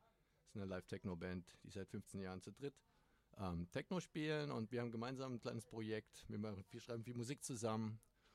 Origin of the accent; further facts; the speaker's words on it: Vienna, Austria; ich bin aus Wien und jetzt gerade im Sommer unterwegs